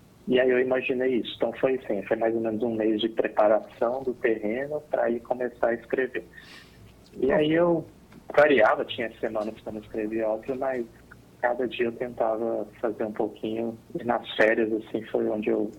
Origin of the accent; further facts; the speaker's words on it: Ribeirão Preto, São Paulo, Brazil; eu sou de Ribeirão Preto, São Paulo